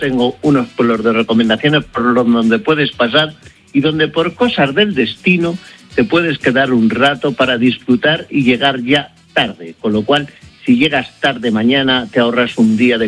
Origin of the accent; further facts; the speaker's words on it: Villacastín, Castile and León, Spain; mi pueblo, en Villacastín